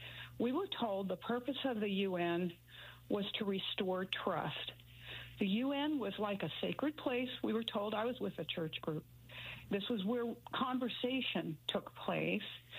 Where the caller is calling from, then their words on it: Iowa, United States; I'm a teenager, and I'm from Iowa, so my worldview is very limited.